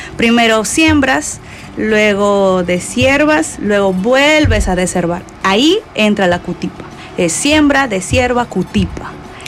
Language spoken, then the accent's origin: Spanish; Lamud, Amazonas, Peru; Ah, yo soy de Lamut.